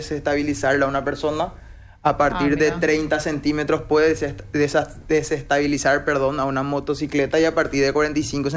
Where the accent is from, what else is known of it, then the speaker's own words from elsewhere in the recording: Paraguay; como paraguayos tratamos de cuidarnos un poco entre todos.